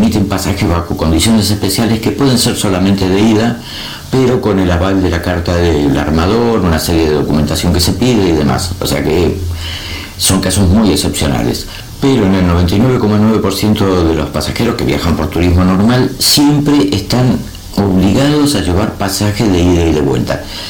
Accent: Argentina; moved away as an adult; now in Spain; en mi país, en Argentina, como ya saben, yo ya llevo muchos años fuera

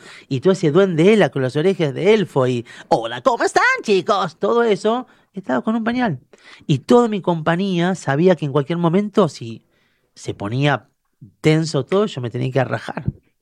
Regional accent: Argentina

